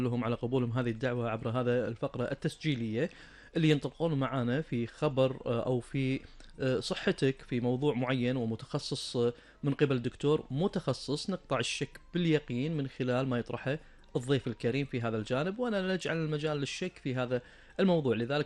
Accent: Kuwait

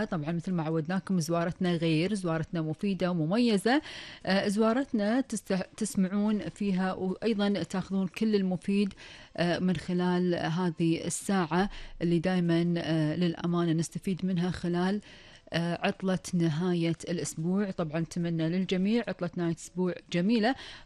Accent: Kuwait; نتكلم عن أحلى وأجمل وأفضل وأرقى معالم ديرتنا الحبيبة الكويت

